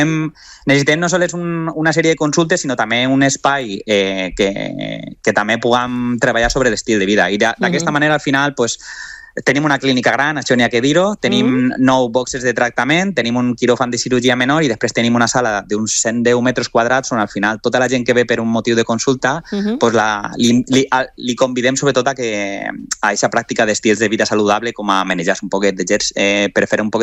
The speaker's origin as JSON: {"language": "Catalan", "region": "Valencian Community", "country": "Spain"}